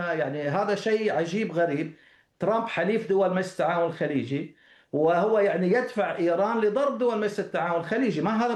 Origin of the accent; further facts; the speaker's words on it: Kuwait; هذه القواعد خاصة عندنا في الكويت فاضية خالية